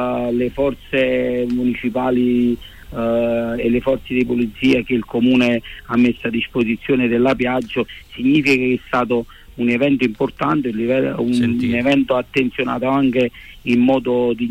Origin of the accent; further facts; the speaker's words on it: Naples, Campania, Italy; abbiamo fatto da buon napoletani